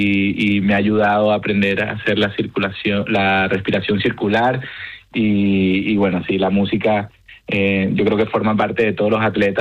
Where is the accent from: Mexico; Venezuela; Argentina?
Venezuela; Caracas, Capital District; moved away; aunque que nací en Caracas, soy español de origen. O sea, yo siempre fui español. Yo nunca tuve que pedir la nacionalidad o hacer algún proceso para obtenerla. Uh-huh. Desde que nací, mi padre nació en Vigo